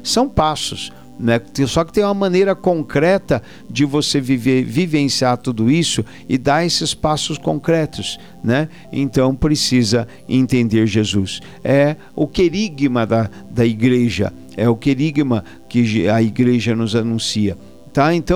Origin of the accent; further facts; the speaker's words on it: Mogi Guaçu, São Paulo, Brazil; Na minha juventude, quando era jovem lá em Mogi Guaçu, eu experimentei os retiros inacianos e era uma riqueza extraordinária.